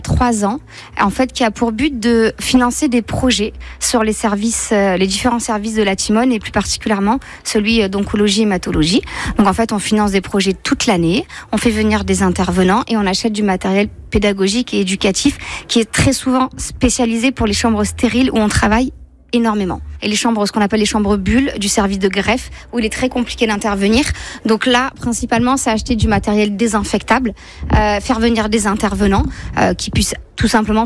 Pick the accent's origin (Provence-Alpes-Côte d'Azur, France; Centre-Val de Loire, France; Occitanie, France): Provence-Alpes-Côte d'Azur, France; Marseille; born there; moved away; Je suis née à Marseille.